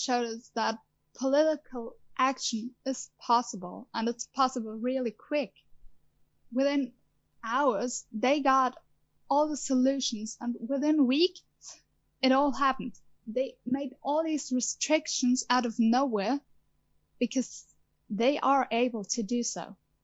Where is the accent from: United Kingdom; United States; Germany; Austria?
Austria; I'm coming from Austria.